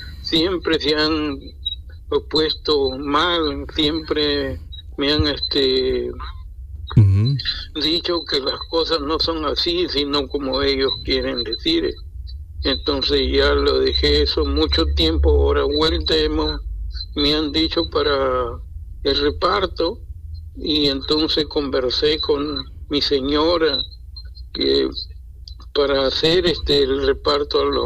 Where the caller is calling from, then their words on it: Lima, Peru; llamo de Surquillo.